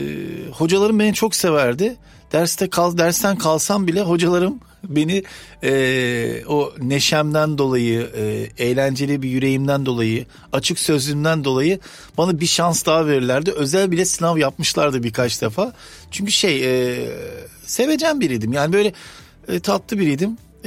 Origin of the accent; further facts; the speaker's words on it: Istanbul, Turkey; born there; Ben 1977 doğumluyum, İstanbul doğumluyum ve baba tarafım göçmen, Makedonyalı.